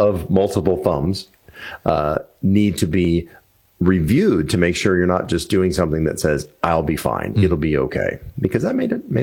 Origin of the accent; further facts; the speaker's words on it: Washington, District of Columbia, United States; I grew up in the Washington, D.C. area.